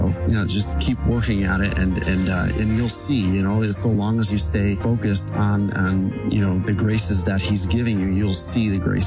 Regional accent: Orchard Park, New York, United States; I'm from Orchard Park, New York.

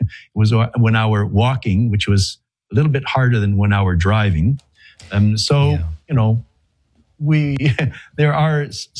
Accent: Chicoutimi, Quebec, Canada; I am. I'm French Canadian. I'm actually from a place called Saguenay, Lake St. John, a city called Chicoutimi, north of Quebec City. And very, very Catholic origins

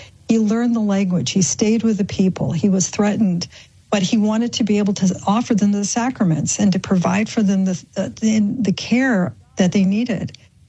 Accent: Grand Rapids, Michigan, United States; because I grew up in Grand Rapids, Michigan, and around that area

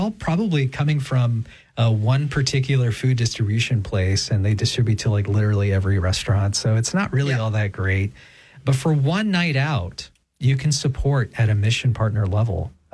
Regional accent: California, United States; now in Texas, United States; I'm not from Texas. I'm from California, but I live in Texas.

